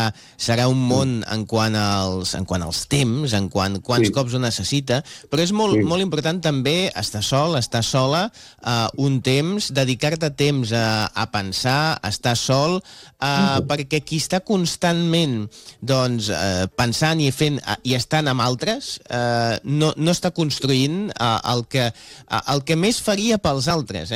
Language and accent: Catalan; Barcelona, Catalonia, Spain; Jo que sóc de Sants veig passar molts trens